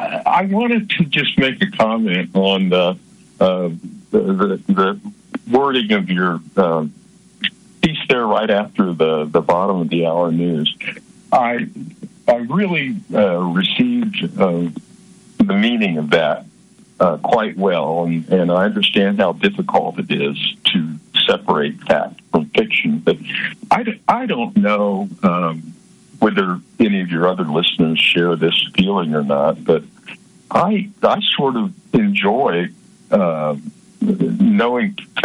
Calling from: Georgia, United States; in Georgia.

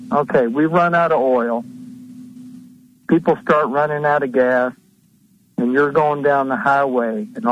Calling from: Tennessee, United States; from Tennessee.

